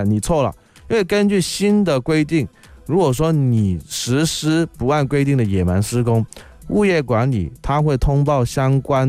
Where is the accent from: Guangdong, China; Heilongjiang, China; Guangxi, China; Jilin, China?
Guangdong, China; 我们广东话要叫过得自己过得人，